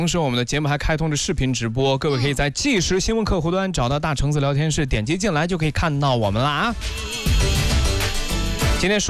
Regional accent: China; 我们中国人老说一句话叫来都来了

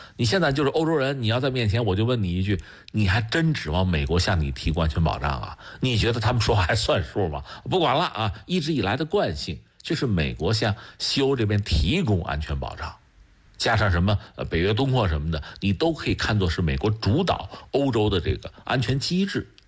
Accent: China; 咱们是中国人

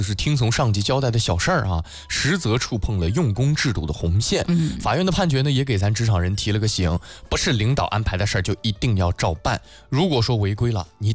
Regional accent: Kunming, Yunnan, China; 在我的家乡云南昆明啊

